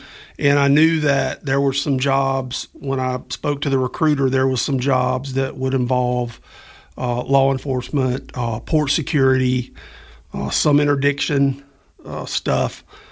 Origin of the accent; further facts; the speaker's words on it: Escambia County, Florida, United States; So I was born and raised in Escambia County, which is the county, Pensacola's the county seat. And I grew up in an area about 25 miles north of Pensacola. The Escambia County is a very long county, north and south. It's very narrow.